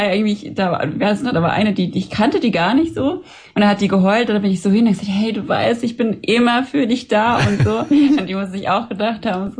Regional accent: Baden-Württemberg, Germany; wir kommen ja hier aus der Weinregion, ne, am Kaiserstuhl.

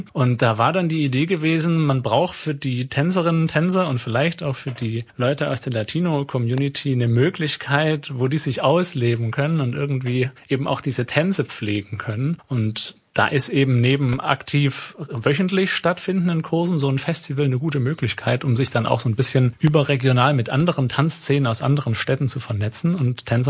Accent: Baden-Württemberg, Germany; born there; also born or lived in Cottbus; now in Chemnitz, Germany; Ich komme gar nicht ursprünglich aus Chemnitz, sondern ich bin gebürtiger Baden-Württemberger.

